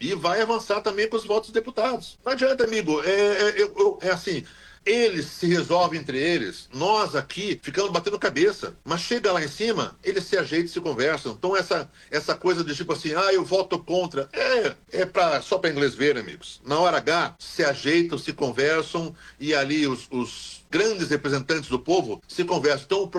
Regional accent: Brazil; nós como imprensa e nós como brasileiros

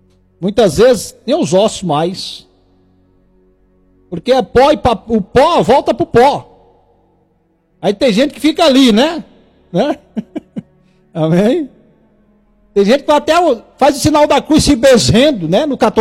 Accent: Tocantins, Brazil; Eu sou do Tocantins, viu? Goiano. Quando eu nasci era Goiás ainda.

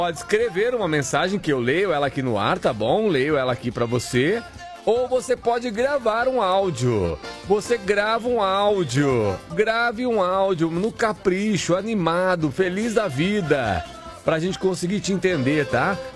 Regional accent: Catingueira, Paraíba, Brazil; born there; Eu nasci nas Catingueiras, entressadas de Cipó. Viajei de caminhão junto com o Manecotó.

